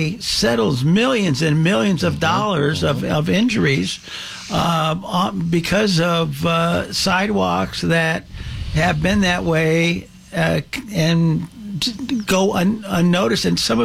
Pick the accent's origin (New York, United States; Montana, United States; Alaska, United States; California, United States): California, United States; Los Angeles; I mean, I grew up in the San Fernando Valley.